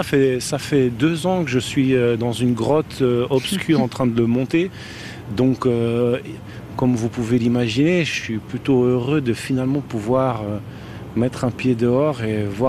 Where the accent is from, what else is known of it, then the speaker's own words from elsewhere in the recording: Vaud, Switzerland; moi, je suis vaudois. Et par conséquent, ma façon d'approcher, de regarder, de travailler avec les gens est éminemment suisse.